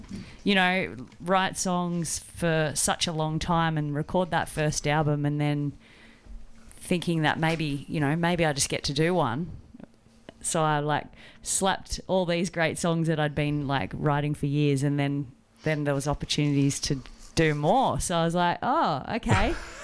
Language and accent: English; Quirindi, New South Wales, Australia; moved away; that's my hometown